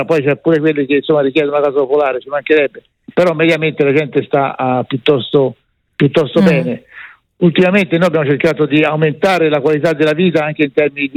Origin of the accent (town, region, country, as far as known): Monte Argentario, Tuscany, Italy